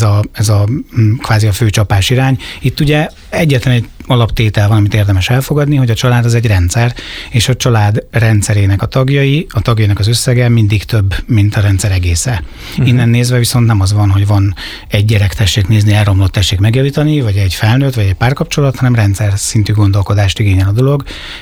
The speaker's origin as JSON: {"language": "Hungarian", "town": "Zamárdi", "region": "Somogy", "country": "Hungary", "tie": "born or raised there", "moved": "yes", "lives_now": "Budapest agglomeration, Hungary", "said": "Egyébként egy Budapest környéki településen élek az agglomerációban, de van balatoni kötődésem, nem is kevés, ugyanis én gyakorlatilag az egész gyerekkoromat a Balatonon töltöttem, praktikusan Zamárdiban, tehát a déli parton."}